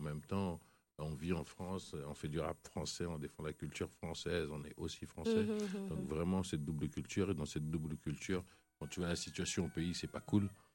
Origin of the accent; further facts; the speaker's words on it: DR Congo; Moi, j'ai de la chance, je viens du Congo.